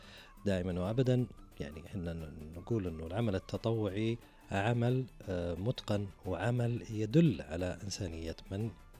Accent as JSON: {"language": "Arabic", "country": "Saudi Arabia", "said": "المجتمعية اللي تخدم بلادنا المملكة العربية السعودية."}